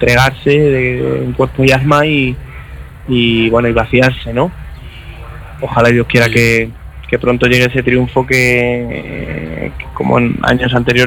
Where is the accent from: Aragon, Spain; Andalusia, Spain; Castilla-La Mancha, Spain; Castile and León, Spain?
Castile and León, Spain; Aranda de Duero; Yo soy morenito de Aranda, no soy morenito de Maracay. Soy de Burgos y es mi tierra